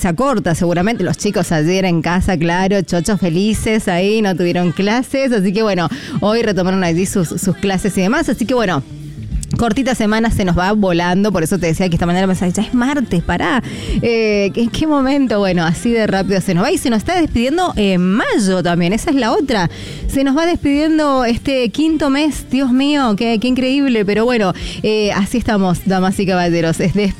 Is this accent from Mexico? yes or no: no; Argentina; es mi país, es mi tierra, señores.